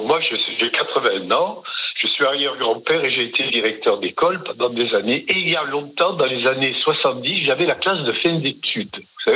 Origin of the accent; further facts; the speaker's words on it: Algeria; born there; Et je suis né en Algérie parce que mon père fuit en Algérie.